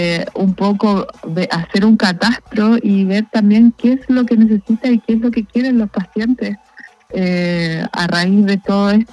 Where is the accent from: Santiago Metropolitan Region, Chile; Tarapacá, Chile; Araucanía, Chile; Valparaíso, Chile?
Valparaíso, Chile; yo soy oriunda de Valparaíso